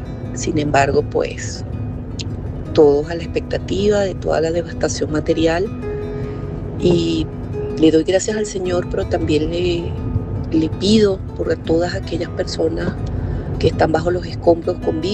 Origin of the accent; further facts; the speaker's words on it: Venezuela; now in Austin, United States; venezolana, obviamente muy afectada y preocupada por la situación de mi país. Vivo en Austin, Texas